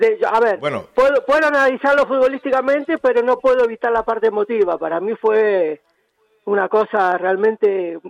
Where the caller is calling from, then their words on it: Madrid, Community of Madrid, Spain; En Madrid